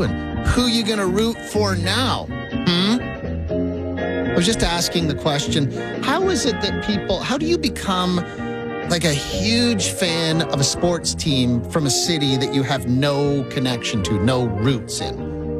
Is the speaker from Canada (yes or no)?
yes; Saskatchewan, Canada; Yeah, when I was a kid growing up in Saskatchewan, it was everybody either had a Montreal C